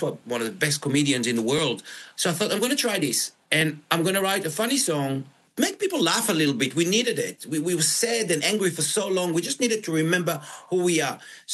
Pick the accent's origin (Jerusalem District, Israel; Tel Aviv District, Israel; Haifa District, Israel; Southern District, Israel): Southern District, Israel; Yad Mordechai; I remembered something when I was growing up in Kibbutz Yad Mordechai.